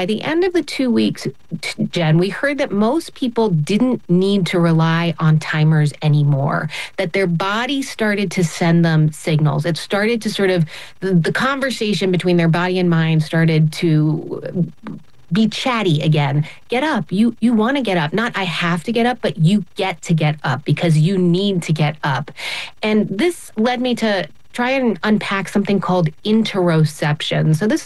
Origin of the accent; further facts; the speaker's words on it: United States; growing up in the United States, we're so focused on organized sports, and I was never a particularly athletic kid.